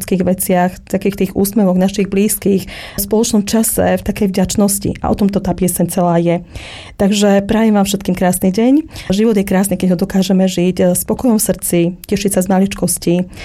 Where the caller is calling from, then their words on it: Banská Bystrica, Banská Bystrica Region, Slovakia; som z Banskej Bystrice